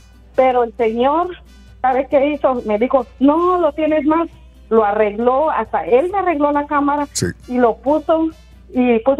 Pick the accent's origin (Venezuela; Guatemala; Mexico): Guatemala; mi abuela se peinaba con una línea por de medio y se hacía dos trenzas, porque yo soy de Guatemala.